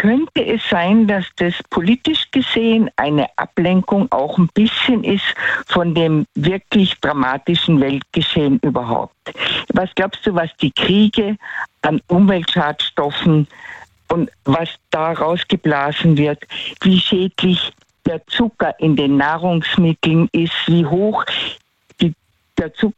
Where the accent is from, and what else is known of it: Tyrol, Austria; accent: Tyrolean